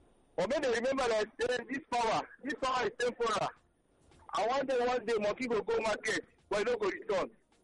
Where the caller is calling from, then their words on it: Nigeria; I come from Kedja.